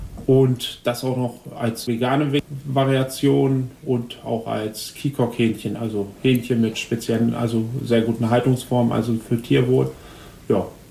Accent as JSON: {"language": "German", "town": "Braunschweig", "region": "Lower Saxony", "country": "Germany", "tie": "born or raised there", "also_born_or_lived": "Hoyerswerda / Juist", "moved": "as an adult", "lives_now": "Lautenthal, Germany", "said": "Ich komme ursprünglich aus Hoyerswerda, bin in Braunschweig groß geworden"}